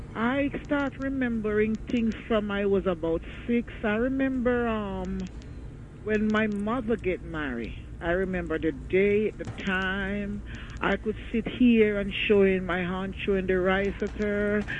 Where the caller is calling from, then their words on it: New York City, New York, United States; I'm calling from the Bronx.